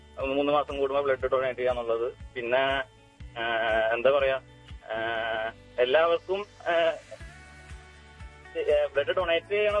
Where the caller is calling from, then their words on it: Vazhakulam, Kerala, India; എന്റെ വീട് വാഴക്കുളം, സൗത്ത് വാഴക്കുളം.